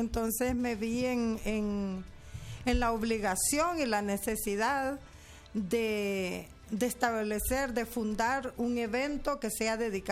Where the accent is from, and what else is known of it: Honduras; now in Los Angeles, United States